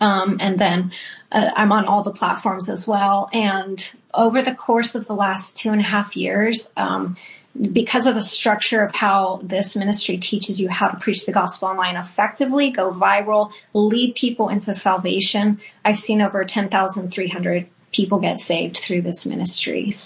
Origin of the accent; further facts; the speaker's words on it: California, United States; now in Arizona, United States; So currently we live in Arizona, but I'm originally from California. I wasn't raised Christian. If you know anything about California, especially during the 90s, it's New Age predominantly. So even though I had some Catholic upbringing, we got into New Age